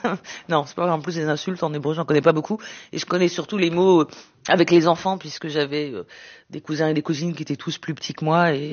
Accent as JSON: {"language": "French", "town": "Sarcelles", "region": "Île-de-France", "country": "France", "tie": "born there", "said": "c'était Sarcelles. J'étais choquée, scandalisée qu'on puisse parler de mon village natal ainsi."}